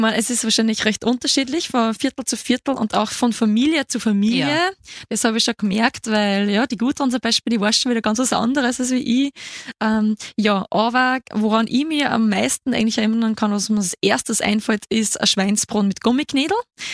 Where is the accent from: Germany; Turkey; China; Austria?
Austria; Waldhausen im Strudengau, Upper Austria; Genau, also ich komme aus dem Mühlviertel, Waldhausen im Strudengau, wunderschönes Fleckchen.